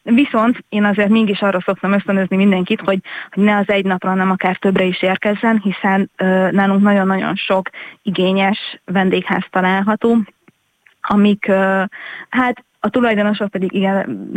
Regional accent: Szolnok, Jász-Nagykun-Szolnok, Hungary; now in Lake Tisza area, Hungary; Én szolnoki vagyok, én ide kerültem

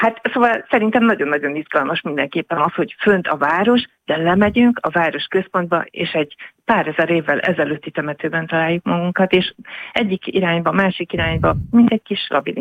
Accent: Pécs, Baranya, Hungary; pécsiként

